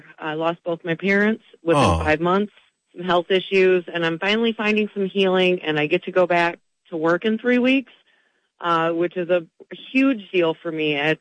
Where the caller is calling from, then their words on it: Battle Creek, Michigan, United States; I am calling from Battle Creek, Michigan.